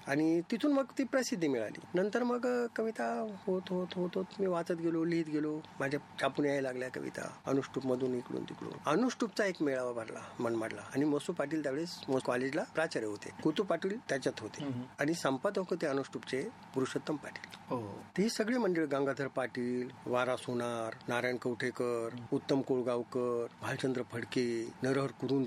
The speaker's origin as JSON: {"language": "Marathi", "area": "Ahmednagar district", "region": "Maharashtra", "country": "India", "moved": "yes", "lives_now": "Chalisgaon, India", "said": "म्हणलं मी चाळीसगाव असतो. चाळीसगावच आहे का तू, म्हणलं नाही मी नगर जिल्ह्यातला आहे, पण मावशी म्हणलं माझी चाळीसगावला."}